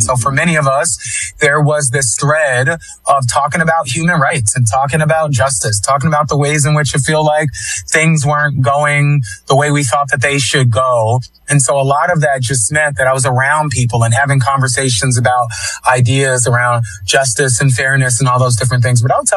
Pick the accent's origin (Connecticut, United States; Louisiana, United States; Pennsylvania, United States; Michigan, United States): Pennsylvania, United States; Philadelphia; but spent a lot of time growing up in Kensington. And if anybody knows Kensington and Somerset, that's right, the heart of the heroin epidemic